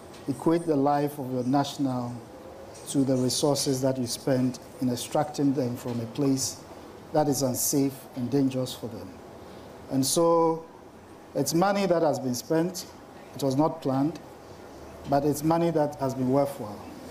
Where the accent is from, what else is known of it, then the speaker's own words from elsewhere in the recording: Ghana; And also, of course, as a Ghanaian, you see Ghanaians have a way to tell from the shape of heads which places people come from.